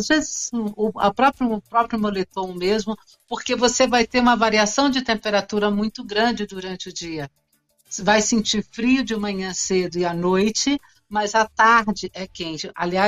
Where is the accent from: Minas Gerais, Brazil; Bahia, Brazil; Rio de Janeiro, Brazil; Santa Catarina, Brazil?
Minas Gerais, Brazil; Perdões, eu sou de Minas, né?